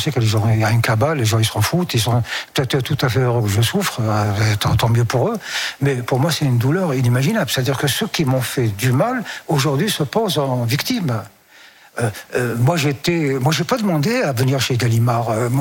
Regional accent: France; Non, je suis français, point.

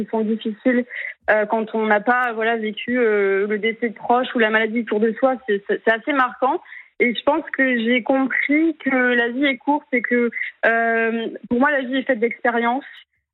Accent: Saint-Pierre, Réunion; moved away as an adult; also born or lived in Toulouse; now in Montpellier, France; moi je suis née à Toulouse, mais par contre j'ai grandi 20 ans à La Réunion.

